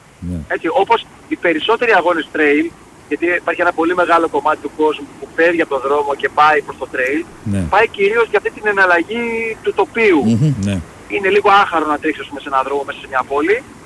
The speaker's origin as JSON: {"language": "Greek", "town": "Lechaina", "region": "Western Greece", "country": "Greece", "tie": "born or raised there", "said": "Διότι μεγάλωσα στα Λεχενά, ήταν ο πατέρας μου τότε στην πολεμική αεροπορία στην Αντραβίδα"}